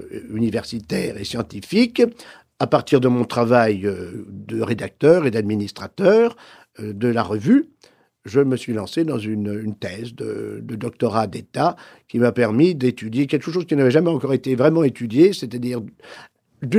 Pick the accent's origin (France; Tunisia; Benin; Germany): France; Donc, je suis français, n'est-ce pas?